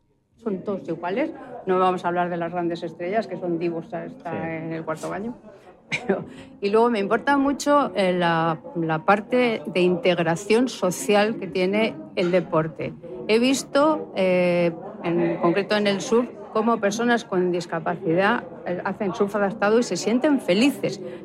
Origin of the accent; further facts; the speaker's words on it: Basque Country, Spain; moved away; Yo cuando me vine a vivir aquí, que por cierto, hablando del amor, yo me vine aquí por amor, yo soy vasca, por amor.